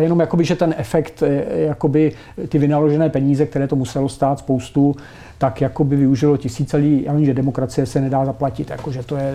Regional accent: Kladno, Central Bohemian Region, Czechia; já jsem z Kladna

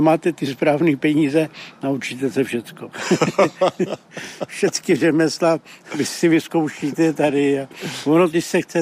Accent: Prague, Czechia; now in Lešany, Czechia; protože jsem Pražák

